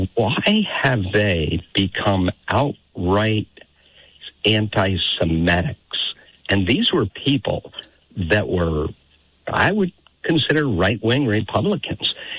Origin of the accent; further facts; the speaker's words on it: Colchester, United States; And I'm a conservative from Colchester, a rarity.